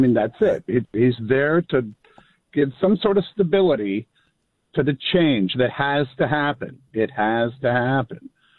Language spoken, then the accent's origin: English; Tehran, Tehran Province, Iran; So we were there for 6 years, all through high school.